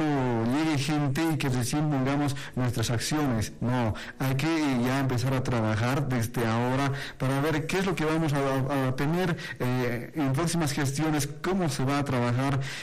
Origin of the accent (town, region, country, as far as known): Potosí, Bolivia